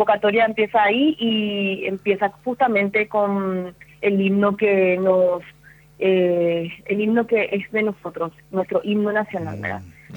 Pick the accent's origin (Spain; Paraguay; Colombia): Paraguay; antes somos paraguayos y patriotas y después somos profesionales de blanco